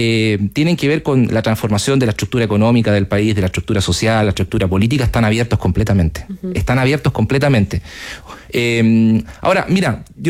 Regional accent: Punta Arenas, Magallanes and Chilean Antarctica, Chile; en Punta Arenas, en mi ciudad natal

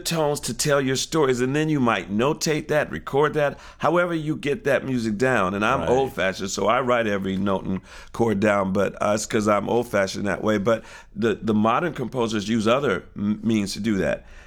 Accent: Detroit, Michigan, United States

